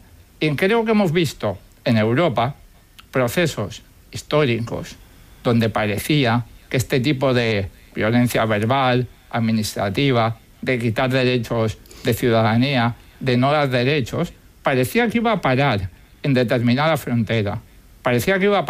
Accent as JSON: {"language": "Spanish", "country": "Argentina", "tie": "born there", "said": "Yo nací en Argentina, y en Argentina hay casas de España"}